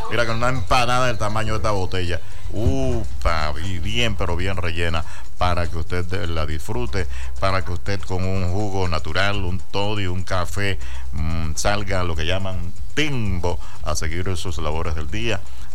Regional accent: Venezuela; los venezolanos también cobremos en euros

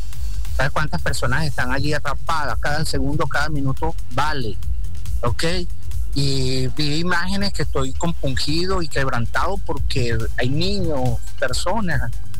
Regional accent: Caracas, Capital District, Venezuela; now in Maturín, Venezuela; bueno, ya como lo dijo la señorita, evidentemente soy oriundo de Caracas, ya tengo un tiempo acá

